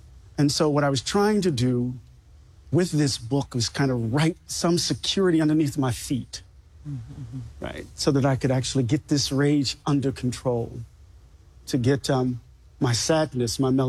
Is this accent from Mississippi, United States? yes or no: yes; Mississippi, United States; Maybe it's because I'm from Mississippi.